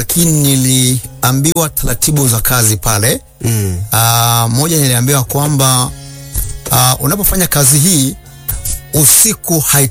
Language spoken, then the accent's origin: Swahili; Kigoma, Tanzania; now in Dar es Salaam, Tanzania; Mimi nimetokea mkoa wa Kigoma.